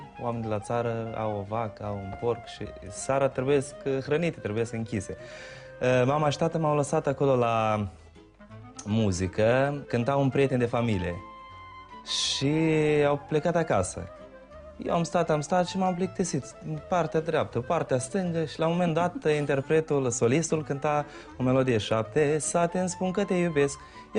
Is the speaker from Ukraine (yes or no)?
yes; Chernivtsi Oblast, Ukraine; moved away; eu cumva sunt la interferență între Bucovina și Hierța. Satul meu este așezat chiar lângă Codrii Cosminului.